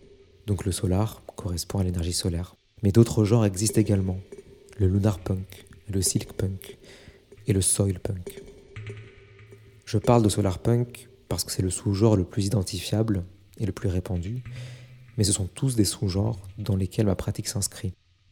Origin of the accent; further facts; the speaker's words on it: Vietnam; Je suis vietnamien, vietnamien